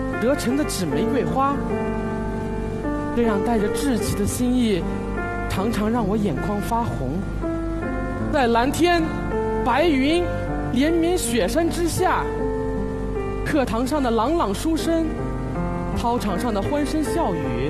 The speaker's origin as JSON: {"language": "Chinese", "region": "Shanxi", "country": "China", "tie": "born or raised there", "moved": "as an adult", "said": "山西，那是我的家乡啊！"}